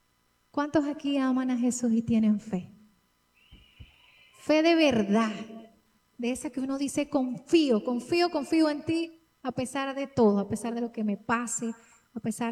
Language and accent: Spanish; Táchira, Venezuela; nosotros como tachirenses, como venezolanos, creemos en un Cristo